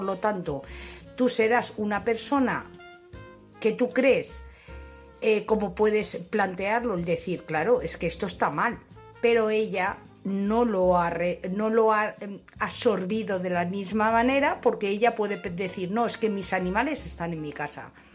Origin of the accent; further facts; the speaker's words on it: Madrid, Community of Madrid, Spain; Hola, buenas noches. … de Madrid.